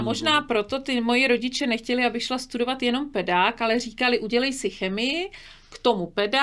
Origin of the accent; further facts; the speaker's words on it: Studená, South Bohemian Region, Czechia; Tak já jsem Jihočeška, já pocházím ze Studené, což je u Jindřichova Hradce.